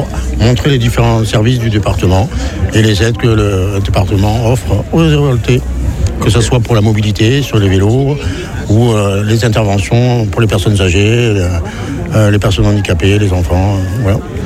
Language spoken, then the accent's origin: French; Montpellier, Occitanie, France; born there; je suis né au département, dans le département à Montpellier, il y a 52 ans.